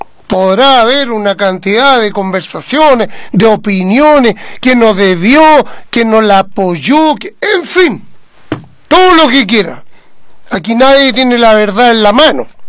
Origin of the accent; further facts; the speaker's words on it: Colbún, Maule, Chile; yo soy chileno, ciudadano, colbunense